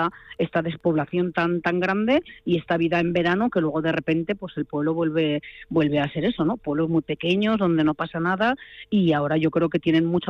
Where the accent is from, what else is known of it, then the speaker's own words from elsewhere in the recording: Setiles, Castilla-La Mancha, Spain; mi pueblo es muy pequeñito, tiene poco más de, en invierno no viven ni 100 personas.